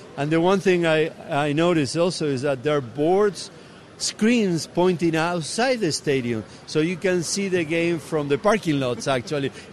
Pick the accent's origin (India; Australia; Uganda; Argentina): Argentina; now in United States; He's from my hometown, so I love it.